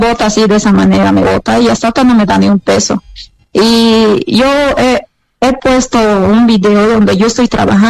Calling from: Cochabamba, Bolivia; yo igual soy de Cochabamba.

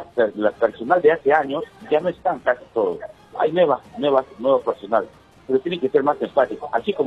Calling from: Iquitos, Loreto, Peru

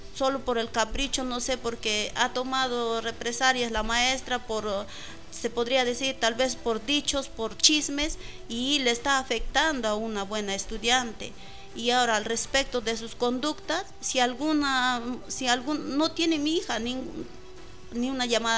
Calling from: San Ramón de Pangoa, Junín, Peru; porque yo soy de Pangoa

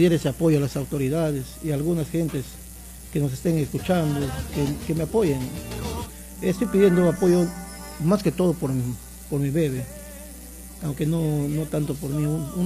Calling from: Genaro Herrera, Loreto, Peru; Nosotros venimos de Genaro Herrera.

